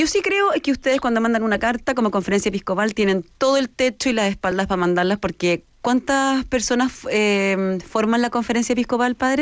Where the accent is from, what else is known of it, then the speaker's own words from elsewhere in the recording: Chile; Todos somos chilenos.